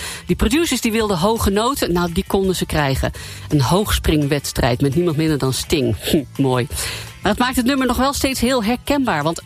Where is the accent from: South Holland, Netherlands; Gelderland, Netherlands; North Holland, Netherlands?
South Holland, Netherlands; Gouda; toen ik jong was woonden we in Gouda en mijn vader werkte in Den Haag.